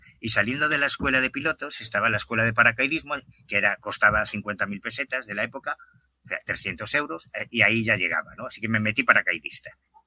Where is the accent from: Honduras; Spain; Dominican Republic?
Spain; Betanzos, Galicia; No, yo soy un chaval de Betanzos, de La Coruña, que ha visto un ovni, yo quiero hablar con piloto.